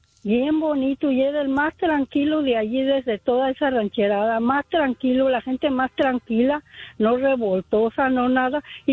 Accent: Guanajuato, Mexico; moved away as an adult; del estado de Guanajuato, de un rinconcito de Guanajuato, cerquita de Pénjamo

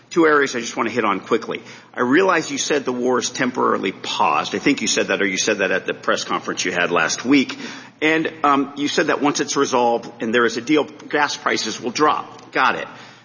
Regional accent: Carmel Valley, California, United States; Look, as you heard, I hail from Carmel Valley, the place I grew up. Place my Italian immigrant grandfather settled, thank God.

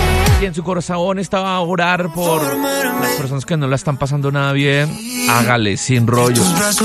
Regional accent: Colombia

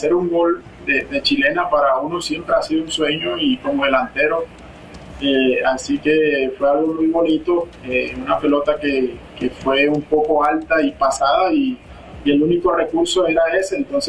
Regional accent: Colombia; now in Mexico; dejar una huella, dejar un legado y seguir dejando el nombre de Colombia, de mi familia y de mi pueblo en alto.

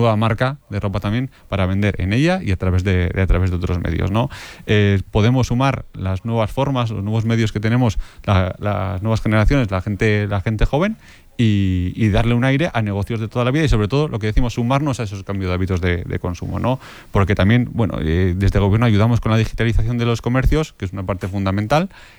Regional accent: Estella, Navarre, Spain; Sí, pues y precisamente en Estella, pues muy ligada al comercio, ¿no?

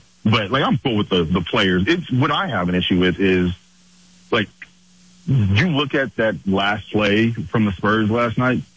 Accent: Oklahoma City, Oklahoma, United States; because I told him I was from Oklahoma City

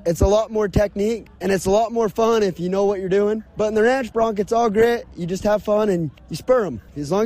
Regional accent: Leamington, Utah, United States; I'm from Leamington, Utah. I was cowboying for a little while.

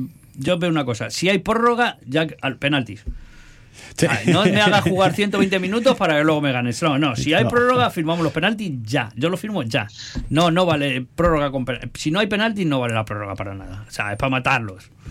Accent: Spain; Yo saben que yo soy muy español, ¿sabes?

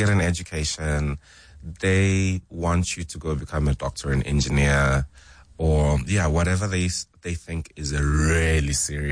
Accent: Thohoyandou, Limpopo, South Africa; born there; oh, I was born in Thohoyandou. I don't know much about Venda as a Bantustan, and it feels further now, but this body of work makes me want to go learn and understand my history better.

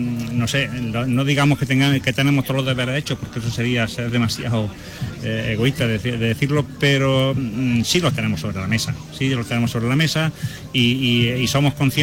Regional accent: Andalusia, Spain; aunque somos de la provincia de Almería, aunque somos andaluces, pertenecemos a la cuenca del Segura, a la cuenca de Murcia

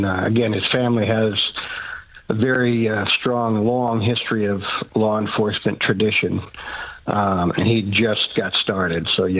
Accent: Colon, Nebraska, United States; I am from Colon, Nebraska, which is about 40 miles directly west of Omaha. It's a very small, it's actually a village, 110 people still today. Very small town.

